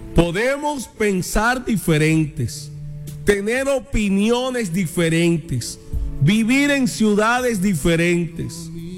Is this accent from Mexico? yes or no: no; Colombia; Somos colombianos todos. Todos somos colombianos.